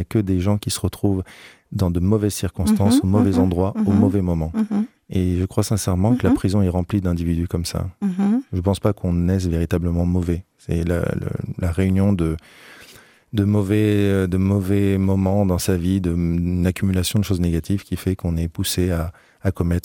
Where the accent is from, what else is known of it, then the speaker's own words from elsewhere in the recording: France; je suis français, j'arrive, je débarque en Belgique, c'est formidable.